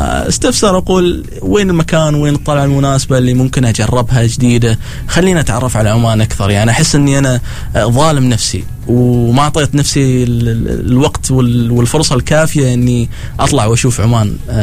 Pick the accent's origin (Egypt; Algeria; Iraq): Egypt; وأنقل أنا كمنظوري أنا كمصري طبعا كيف أشوف هذا الشيء.